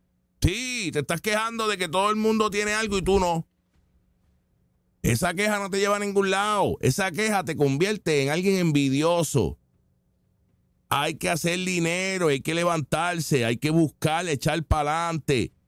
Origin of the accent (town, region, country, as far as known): Puerto Rico